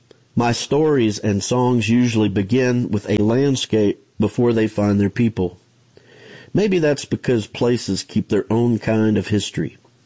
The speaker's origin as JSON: {"language": "English", "town": "Goodwell", "region": "Oklahoma", "country": "United States", "said": "from Goodwell, Oklahoma"}